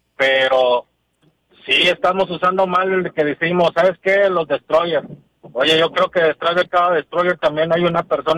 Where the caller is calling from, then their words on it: Monterrey, Nuevo León, Mexico; Yo soy de aquí, de Monterrey.